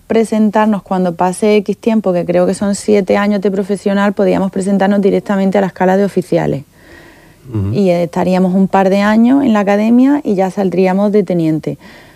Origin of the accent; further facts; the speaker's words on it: Region of Murcia, Spain; moved away as an adult; now in Canary Islands, Spain; yo vengo de Canarias, he estado también trabajando en muchos sitios, pero ya para largo plazo sí que me gustaría ya aquí acercarme, esta es mi tierra, tengo aquí mi fami